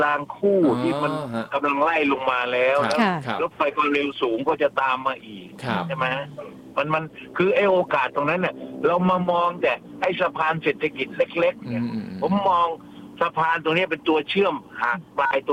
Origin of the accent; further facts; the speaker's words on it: Southern Thailand, Thailand; ผมยืนยันว่าผมเป็นคนใต้แล้วผมทำการเมืองก็ไม่รู้นี่ผมทำมา40ปีแล้ว